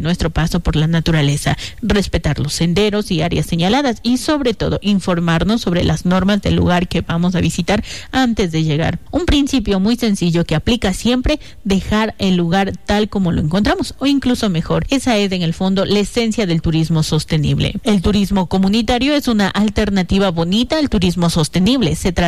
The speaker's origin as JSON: {"language": "Spanish", "country": "Ecuador", "said": "tenemos como ecuatorianos"}